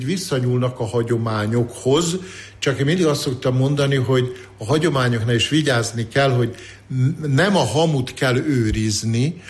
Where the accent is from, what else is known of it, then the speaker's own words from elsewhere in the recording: Drávasztára, Baranya, Hungary; moved away; also born or lived in Sellye; én Sejjén születtem, ez Dráva parti kisváros, de Dráva sztárán nevelkedtem.